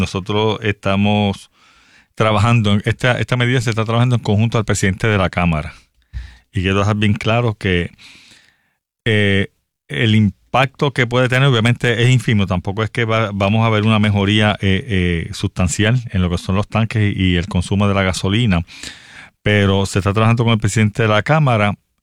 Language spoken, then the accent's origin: Spanish; Arecibo, Puerto Rico; Yo soy de Arecibo, Puerto Rico